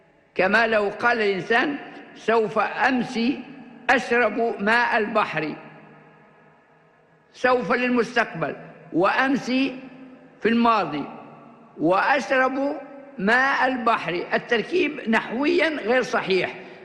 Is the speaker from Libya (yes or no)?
yes; Libya; عندنا في ليبيا هنا